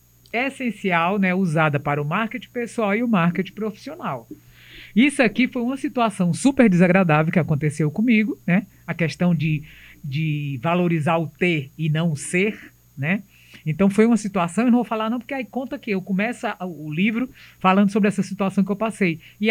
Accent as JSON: {"language": "Portuguese", "region": "Ceará", "country": "Brazil", "said": "Cearense, né, minha filha? Eu sou com muito orgulho."}